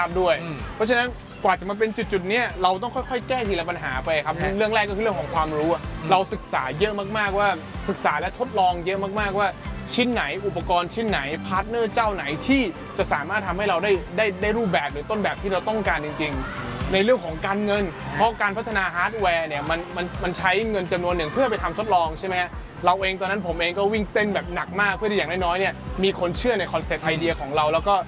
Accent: Ko Samui, Surat Thani, Thailand; แล้วผมเป็นคนชาวสมุยผมต้องเล่าให้พี่ฟังนะผมเป็นชาวสมุยทีนี้สมุยเน

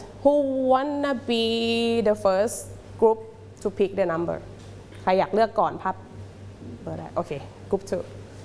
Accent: Udon Thani, Thailand; I am from อุดรธานีนะคะจังหวัดอุดรธานีที่ภาคอีสานของเรานี่เองนะคะ

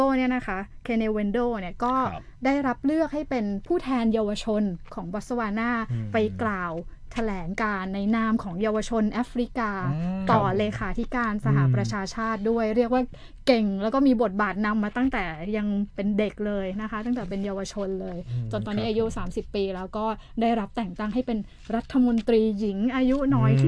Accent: Kamphaeng Phet, Thailand; ก็กลับบ้านที่กำแพงเพชรค่ะไปไหว้พ่อแม่

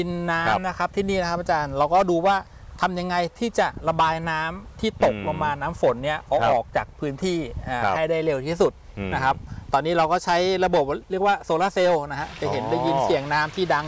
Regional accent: Nonthaburi, Thailand; เราก็โตที่นนทบุรีเราอยู่กับสวนผลไม้มาเราอยู่กับการที่ปลูกผักมา

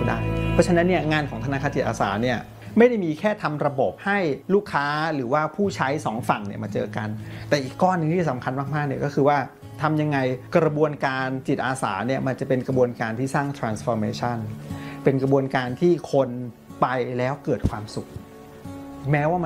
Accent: Bangkok, Thailand; เป็นเด็กกรุงเทพครับเกิดและโตที่กรุงเทพที่บ้านให้ความสำคัญกับการเรียนรู้มาก

